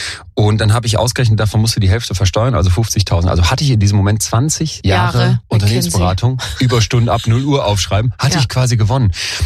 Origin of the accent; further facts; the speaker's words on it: Solingen, North Rhine-Westphalia, Germany; Stadtsparkasse Solingen, wo ich herkomme